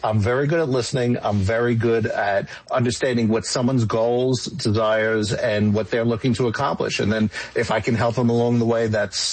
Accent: Bellmore, New York, United States; No. I grew up in Belmore.

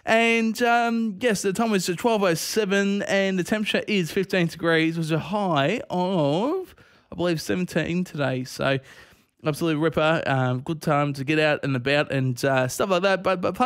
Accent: Cranbourne, Victoria, Australia; moved away; also born or lived in Dandenong; Cranbourne, Victoria, my hometown, of course, of Cranbourne, and I was born in Dandenong Hospital

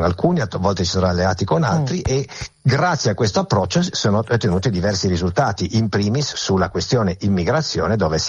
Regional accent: Piedmont, Italy; Anch'io sono piemontese, particolarmente contento.

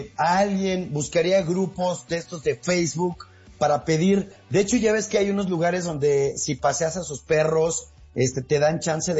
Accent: Mexico; Pues mira, es que creo que así somos los mexicanos, unos locos gitanos, soñadores y aventureros.

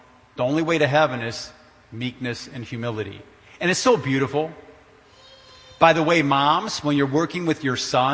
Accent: Detroit, Michigan, United States; but I grew up in Detroit.

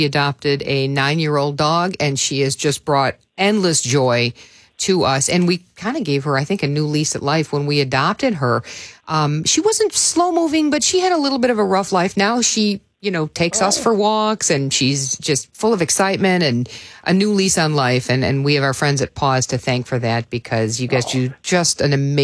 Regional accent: Orland Park, Illinois, United States; I grew up in Orland Park. I love that area.

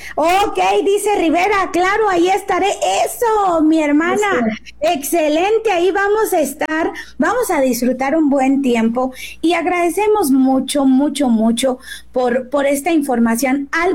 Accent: Guerrero, Mexico; amo mi tierra y anhelo por un avivamiento en Guerrero

